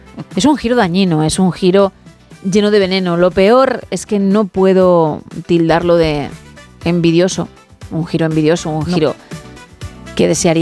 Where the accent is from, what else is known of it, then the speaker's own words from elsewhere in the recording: Sanlúcar de Barrameda, Andalusia, Spain; Mi pueblo es que lo tenía que decir.